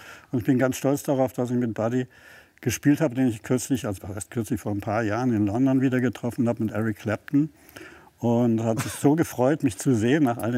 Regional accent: Hamburg, Germany; Hamburg ist auch so ein bisschen immer meine Heimatstadt gewesen.

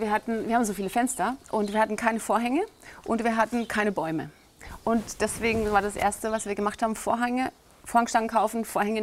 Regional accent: Freiburg, Baden-Württemberg, Germany; Ich bin ursprünglich aus Südbaden, Freiburg, an der französischen Grenze und das ist nahe zum Elsass.

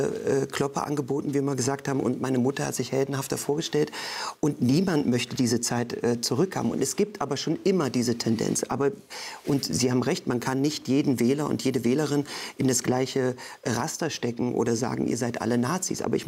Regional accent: Magdeburg, Saxony-Anhalt, Germany; in einem Plattenbau groß geworden bin in Olvenstedt. Die Magdeburger und Magdeburgerinnen wissen das.

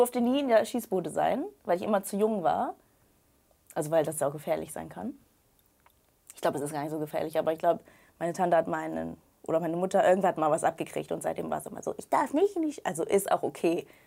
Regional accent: Northern Germany, Germany; also born or lived in Bad Oldesloe; Also, erstmal bin ich in Norddeutschland aufgewachsen.

